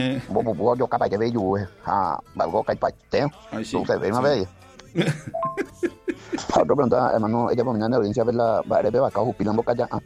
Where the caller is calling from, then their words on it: Caacupé, Cordillera, Paraguay; de Cacupeja.